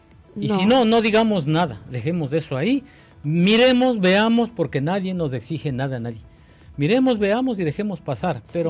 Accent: Ecuador; now in Belgium; nosotros como ecuatorianos, como latinos

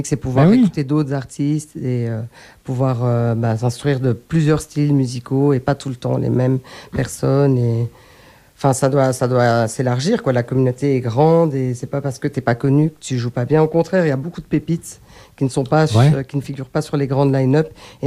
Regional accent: Brussels, Brussels-Capital Region, Belgium; j'ai grandi pendant 20 ans dans les quartiers nord de Bruxelles à la Cité Modèle.

